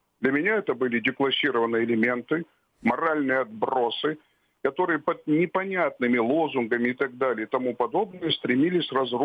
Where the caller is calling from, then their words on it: Rostov-on-Don, Rostov Oblast, Russia; да, я из Ростова-на-Дону.